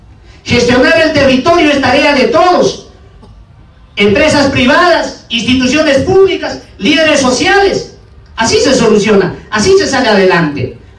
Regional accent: Pasco, Peru; Yo vengo de Cochacharao.

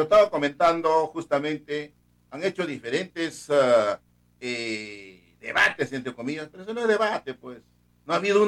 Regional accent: Chumpi, Ayacucho, Peru; soy de Guayo, de Soco, porque mis padres son de ahí, pero yo soy chumpino, pues, por eso digo que 100% chumpino, porque en Chumpi he nacido, ni siquiera he nacido en el hospital, sino en la casa, con la partera, con el sanitario, Raúl Cuya

